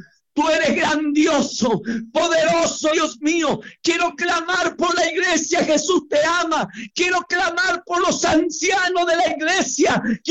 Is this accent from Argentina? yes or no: yes; Argentina